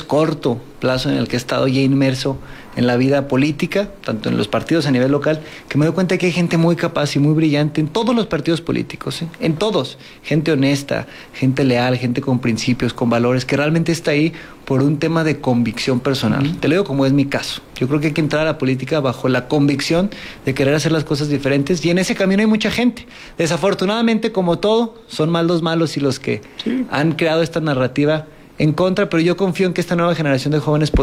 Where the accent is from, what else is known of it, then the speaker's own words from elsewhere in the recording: Durango, Mexico; la misma responsabilidad me obliga a estar viajando constantemente y estar trabajando desde la Ciudad de México. Sin embargo, yo nunca he perdido la esencia de mi tierra, que es Durango